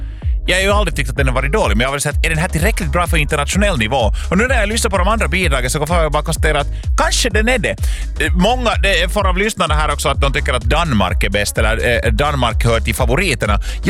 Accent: Lappträsk, Uusimaa, Finland; jag är från Linkoski Lappträsk.

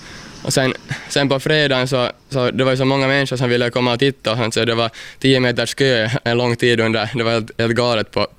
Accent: Pargas, Southwest Finland, Finland; No, jag är nog hemma från Mielisholm och min farfar är faktiskt hemma här från Kirjais också. Så att jag är nog hela min släkt här ifrån regionen, när regionen är Pargas.

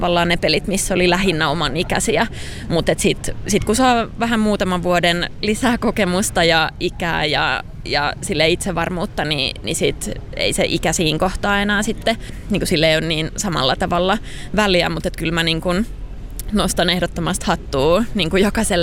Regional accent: Salo, Southwest Finland, Finland; Mä oon Salosta kotoisin

